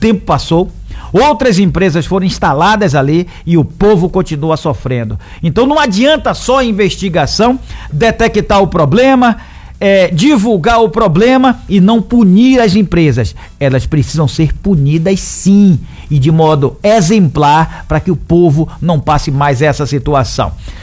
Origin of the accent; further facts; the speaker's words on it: Paripe, Bahia, Brazil; Quando eu era pequeno lá em Paripe, aí dia de domingo a gente ia para a praia de São Tomé.